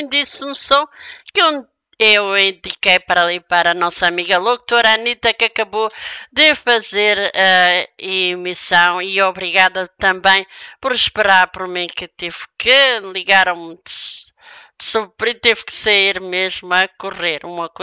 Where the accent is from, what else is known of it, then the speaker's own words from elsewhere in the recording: Madeira, Portugal; Um beijinho para a minha terra natal, Ilha da Madeira.